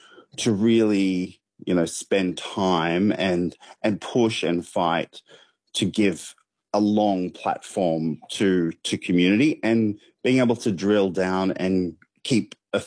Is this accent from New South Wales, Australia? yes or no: yes; Bourke, New South Wales, Australia; Growing up in Bourke, I loved my community